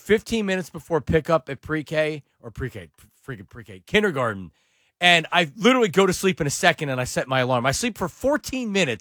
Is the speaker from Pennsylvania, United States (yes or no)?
yes; Pennsylvania, United States; growing up in Pennsylvania, other than having some cousins from New Jersey